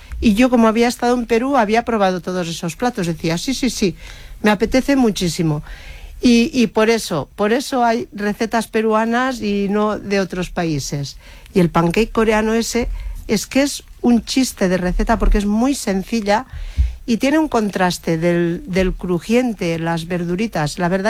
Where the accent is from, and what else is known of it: Lleida, Catalonia, Spain